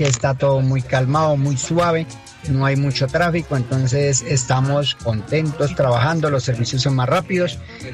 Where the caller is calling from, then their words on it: Bogotá, Colombia; por aquí por las calles de Bogotá.